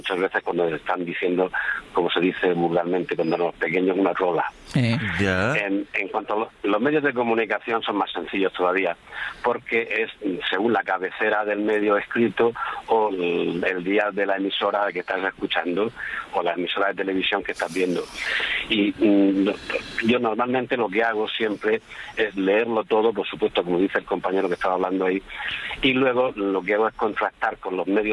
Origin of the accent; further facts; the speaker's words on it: Region of Murcia, Spain; Perdona que te diga Ángeles porque yo soy murciano